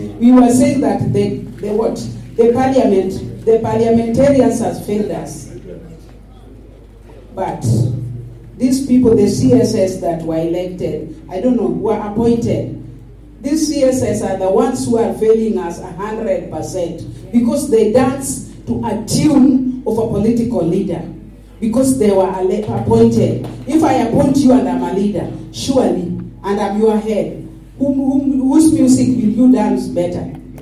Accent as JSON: {"language": "English", "region": "Kisumu County", "country": "Kenya"}